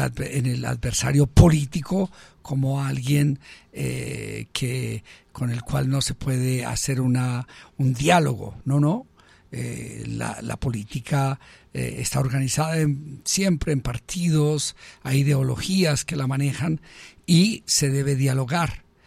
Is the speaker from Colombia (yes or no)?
yes; Colombia; como colombianos, somos parte de un mismo pueblo, una misma nación